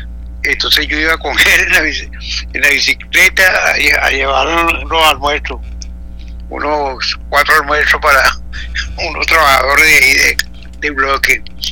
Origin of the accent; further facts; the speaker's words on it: Venezuela; Pues yo soy de San José, nosotros nos criamos ahí.